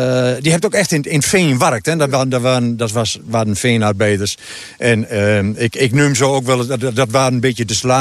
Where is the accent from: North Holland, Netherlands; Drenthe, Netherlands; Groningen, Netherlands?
Drenthe, Netherlands; Klijndijk; ik kom dan van Klein Diek, oorspronkelijk.